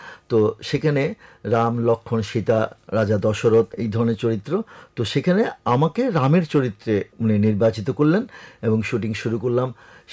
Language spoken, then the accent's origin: Bangla; Chittagong, Chittagong Division, Bangladesh; moved away as an adult; also born or lived in Lakshmipur; now in Dhaka, Bangladesh; যদিও আমার দেশের বাড়ি লক্ষ্মীপুর, কিন্তু আমার জন্মস্থান হয়ে গেছে চট্টগ্রাম। যেহেতু বাবার চাকরি করার সুবাদে চিটাং থাকাতে আমার জন্মস্থান চিটাং হয়েছে 1958 সনের 31 ডিসেম্বর। সেই চিটাংয়ে বেড়ে ওঠা, সেই চিটাং থেকেই আমার লেখাপড়া সবকিছু শুরু।